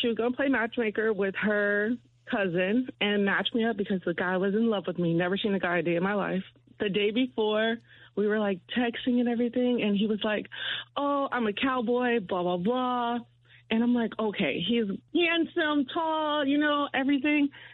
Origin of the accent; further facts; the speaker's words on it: Chicago, Illinois, United States; now in Texas, United States; So I am originally from Chicago, and I moved to Texas.